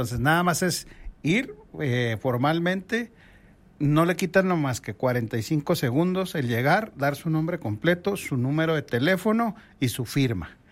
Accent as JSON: {"language": "Spanish", "country": "Mexico", "said": "queremos miles de mexicanos que nuestros datos no sean exhibidos ni sean dados al régimen"}